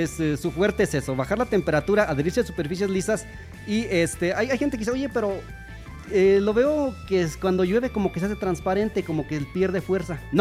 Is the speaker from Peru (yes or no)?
no; Llano Grande, Michoacán, Mexico; Yo soy de ahí, de Llano Grande, para ser exactos.